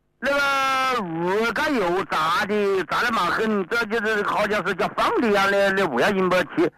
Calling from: Wuhan, Hubei, China; 我是黄陂区。蛇口街。

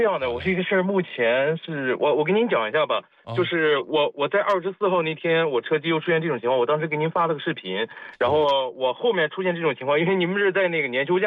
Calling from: Henan, China; 我们河南这边下暴雨

